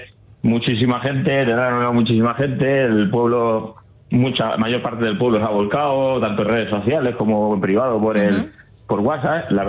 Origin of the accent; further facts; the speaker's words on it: Torrenueva, Castilla-La Mancha, Spain; Yo de Torrenueva